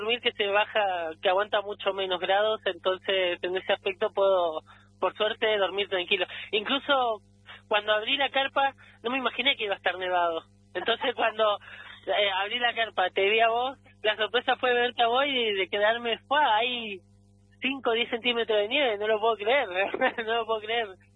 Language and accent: Spanish; Buenos Aires, Argentina; Bueno, brevemente, soy viajero, soy de Buenos Aires, ahora vengo de Chile, vengo dando unas vueltas